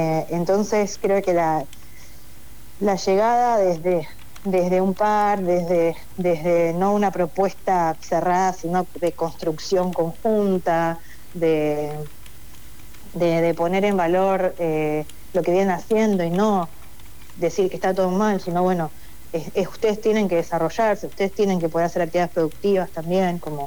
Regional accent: Buenos Aires, Argentina; accent: Buenos Aires; yo tengo acento de Buenos Aires, ¿no? Yo soy porteña.

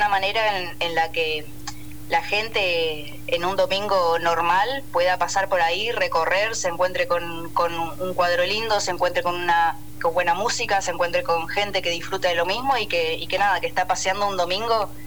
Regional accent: Misiones, Argentina

